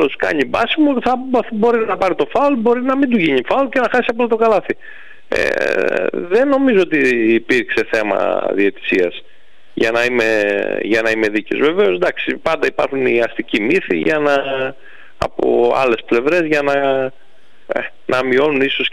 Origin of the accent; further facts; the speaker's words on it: Greece; ως Έλληνες